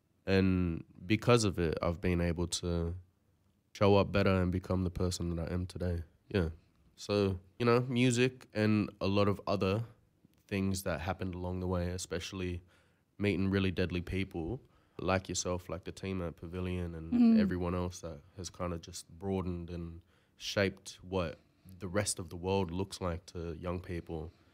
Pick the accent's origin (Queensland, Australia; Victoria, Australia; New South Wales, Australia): New South Wales, Australia; Moree; Gamilaroi, so Big Gamilaroi, Dungari and Gumbangir. I'm from Moree, that's where I was born at, that's my home country.